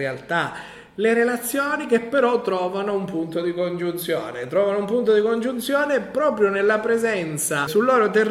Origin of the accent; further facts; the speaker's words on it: Catania, Sicily, Italy; io sono nato proprio in Sicilia, proprio sotto l'Etna, appunto, quindi Catania, Catania è territorio limitrofo, quindi l'Etna l'ho sempre vista fin da bambino